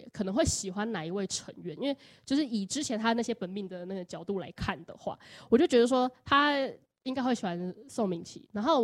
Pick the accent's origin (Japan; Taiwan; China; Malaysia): Taiwan; Hsinchu; 因为我不是住在南部的嘛，我是新竹人